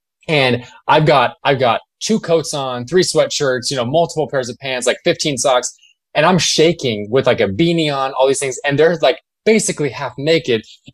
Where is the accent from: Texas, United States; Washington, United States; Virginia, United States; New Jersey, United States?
Washington, United States; Seattle; I'm from the Pacific. I'm from Seattle. Like, we get rain, but it's like drizzle.